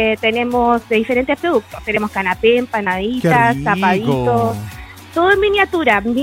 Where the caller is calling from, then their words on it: Quilpué, Valparaíso, Chile; Mira, nosotros somos de Quilpué